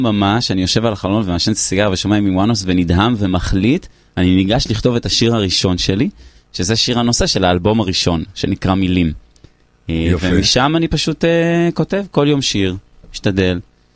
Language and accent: Hebrew; Bar Giora, Jerusalem District, Israel; במושב בר גיורה, זה ליד ירושלים.